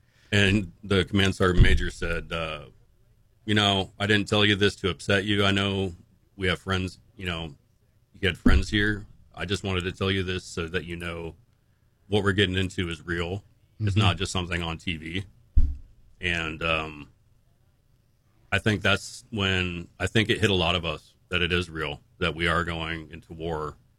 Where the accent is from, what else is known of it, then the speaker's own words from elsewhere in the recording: Pacific Northwest, United States; I grew up on the Pacific Northwest, and we lived near the ocean and stuff like